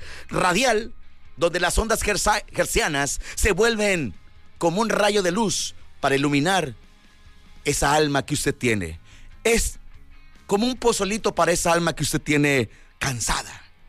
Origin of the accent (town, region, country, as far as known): Mexico